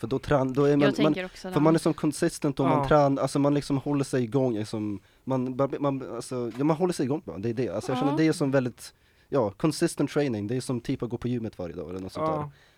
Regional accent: Gothenburg, Västra Götaland County, Sweden; jag är göteborgare.

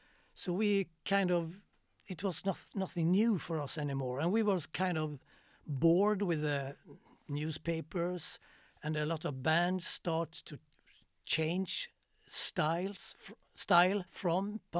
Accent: Gothenburg, Västra Götaland, Sweden; we would just want to tell the whole Sweden, rest of Sweden, that we are from Gothenburg.

